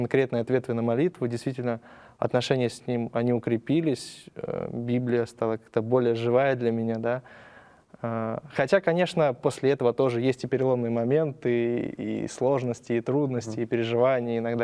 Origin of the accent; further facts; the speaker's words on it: Ukraine; now in Argentina; Нет, я сам с Украины.